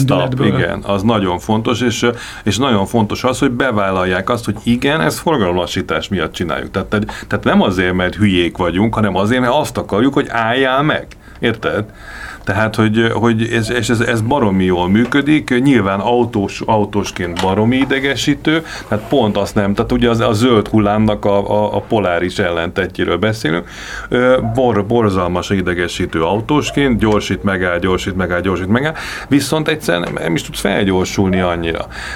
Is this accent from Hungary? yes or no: yes; Budapest, Hungary; És nagyon szép látni azt a budai környéken, ahol én felnőttem, hogy az autók lehetetlené teszik az autók haladását.